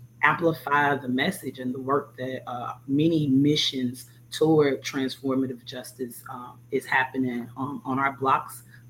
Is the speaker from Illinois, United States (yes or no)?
yes; Chicago, Illinois, United States; So I grew up in near North and the low end, which we call Bronzeville, back and forth.